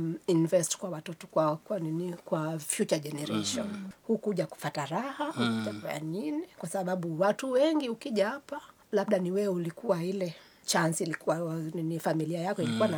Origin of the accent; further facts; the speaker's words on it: Bondo, Siaya County, Kenya; now in Nairobi, Kenya; Niko Nairobi na niko tena mashinani. Kwetu ni Bondo.